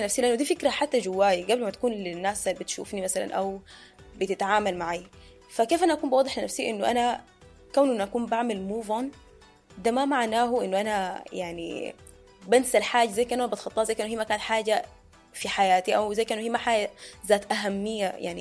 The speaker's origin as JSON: {"language": "Arabic", "country": "Sudan", "said": "ويعني ممكن يعني دي بجد اصعب حاجه ممكن نكون بنمر بها احنا كسودانيين."}